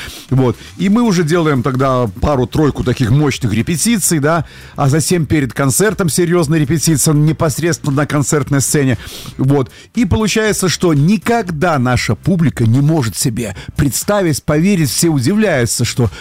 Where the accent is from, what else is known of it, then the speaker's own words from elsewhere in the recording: Belarus; вот мы, белорусы